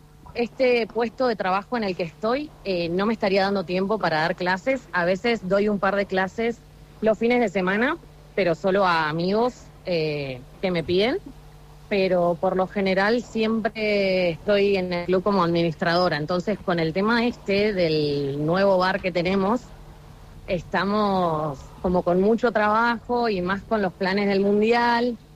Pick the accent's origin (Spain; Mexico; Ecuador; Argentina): Argentina; Trelew, Chubut; born or raised there; moved away as an adult; now in Cali, Colombia